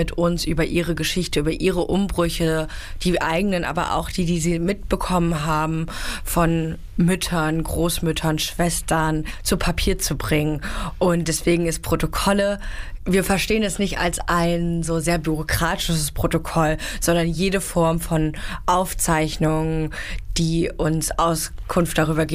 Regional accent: Saxony-Anhalt, Germany; Ich bin ja in Sachsen-Anhalt aufgewachsen

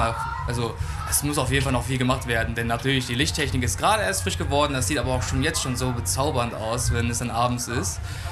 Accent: Braunschweig, Lower Saxony, Germany; Also ja, ich bin aus Braunschweig.

